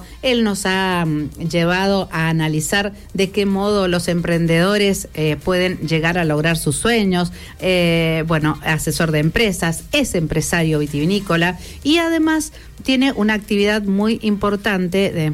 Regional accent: Guaymallén, Mendoza, Argentina; Yo soy de Guaymallén, y es muy orgullosa, pero vengo todos los días a trabajar acá a la capital.

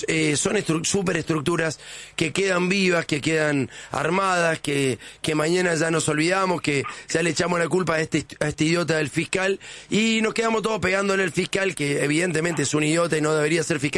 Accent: Villa Parque Santa Ana, Córdoba, Argentina; en mi pueblo, en Villa Parque Santana, en Córdoba

